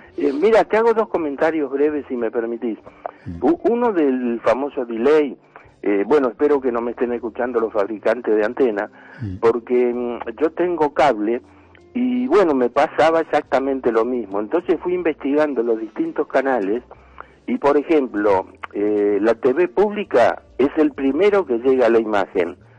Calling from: Buenos Aires, Argentina; … de Villa Santa Rita.

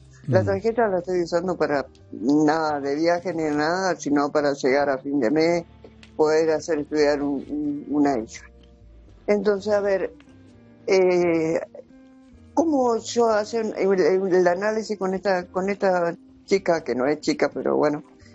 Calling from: Entre Ríos, Argentina; de Entre Ríos.

